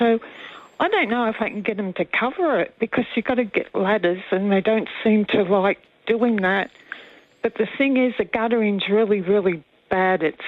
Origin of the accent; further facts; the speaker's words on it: Burpengary, Queensland, Australia; Oh, hi, I'm from Burpengary, Queensland. Love your show.